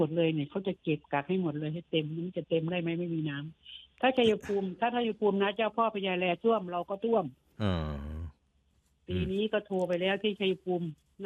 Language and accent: Thai; Isan, Thailand; born there; เรายังขอบคุณที่เกิดเป็นลูกอีสานได้